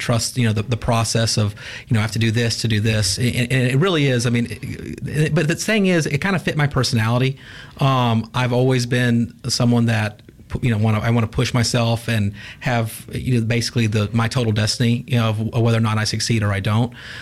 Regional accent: Jackson, United States; You know, I'm from Jackson. My family's from Jackson.

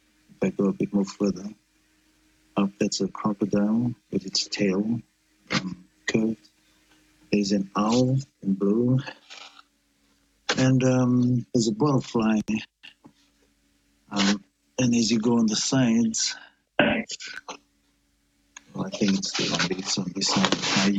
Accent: Fiji; now in New Zealand; And I was also, I was born and raised in Fiji as well. So I've got Rotuma, I've got Italy and Fiji.

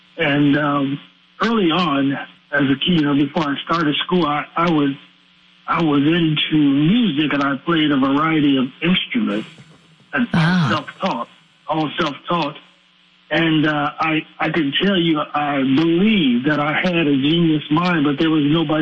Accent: Denver, Colorado, United States; now in the South, United States; we're originally from Denver, Colorado. I live in the South now, but originally from Denver, Colorado

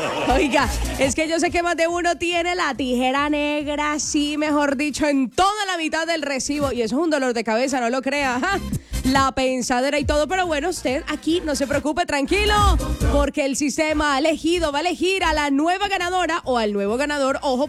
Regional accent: Colombia; porque yo siento que uno como mujer, uno como colombiano, no se vara por absolutamente nada

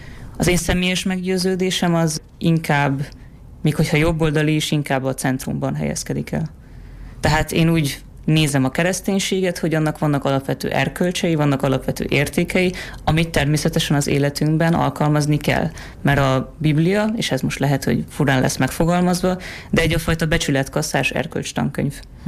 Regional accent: Hungary; de mégiscsak magyarok vagyunk. Nekem ez az alapvető gondolkodásom, egy szabad és erős Magyarország.

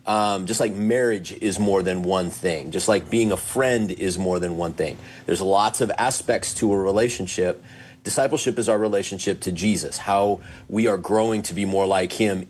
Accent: Oregon, United States; also born or lived in Washington; now in Sioux Falls, United States; I grew up in the Northwest, in Oregon and Washington. I went to school up there.

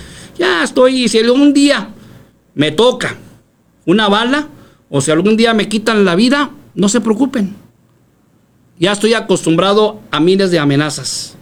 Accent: Ciudad Juárez, Chihuahua, Mexico; Ni yo, yo no nací en Juárez, señora, yo nací en México, aquí me crié.

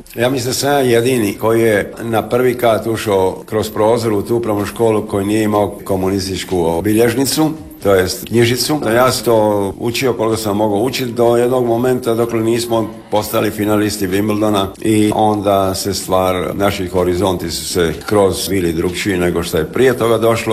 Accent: Dalmatia, Croatia; Ja sam kao Dalmatinac bio možda malo i drukčiji

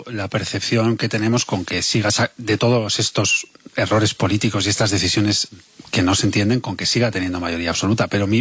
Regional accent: Bilbao, Basque Country, Spain; Es verdad, yo soy de Bilbao, se sabe.

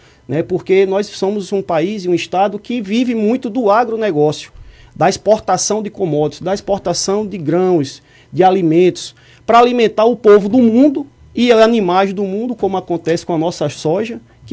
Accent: Paraíba, Brazil; moved away as an adult; now in Bahia, Brazil; não sou baiano, sou paraibano, nenhum problema com isso. Muito pelo contrário, sou radicado aqui na Bahia desde 99. Vim fazer meu doutorado aqui em 2009, né? Então, voltei para Paraíba

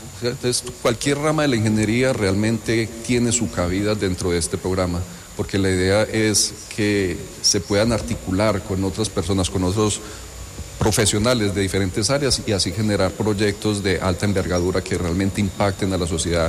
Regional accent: Pereira, Risaralda, Colombia; lo que somos como pereiranos

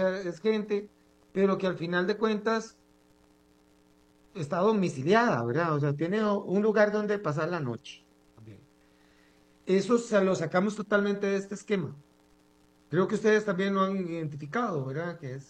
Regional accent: San José, Costa Rica

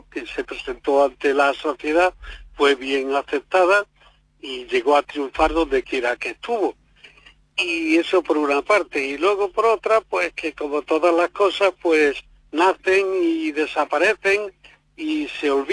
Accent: Begíjar, Andalusia, Spain; yo soy de Vejija, que está al lado de Lupión

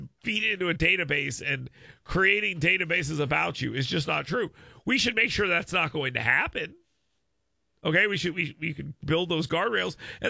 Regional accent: Gulf Coast, United States; I grew up there. I grew up right on the Gulf of America, and we always called it the Gulf of America.

